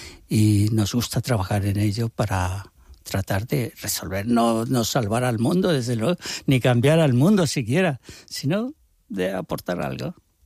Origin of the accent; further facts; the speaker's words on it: Ecuador; moved away; yo soy ecuatoriano. Y entonces he conocido todo este mundo desde pequeño.